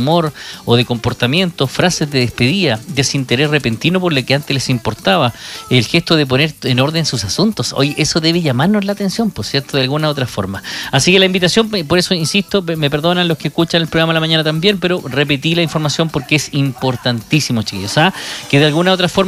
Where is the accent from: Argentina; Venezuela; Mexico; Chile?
Chile; Somos chilenos, pues, viejo, queremos a nuestro país, por supuesto.